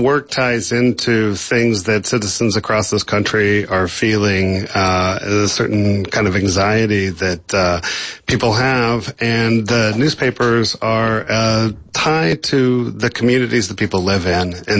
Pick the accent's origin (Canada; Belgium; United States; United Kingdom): United States; Kansas; moved away; my home state of Kansas, the center of the country. I kind of think of it as the heart of America